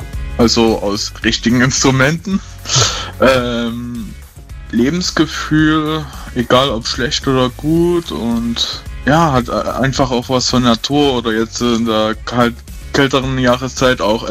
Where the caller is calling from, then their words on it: Saxony, Germany; ich komme aus der Nähe von Dresden.